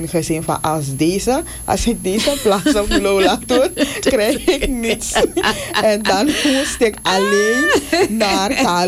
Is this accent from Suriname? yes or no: yes; Paramaribo, Suriname; born there; wij zijn in Paramaribo geboren. Mm-hmm. En mijn moeder praat geen Nederlands.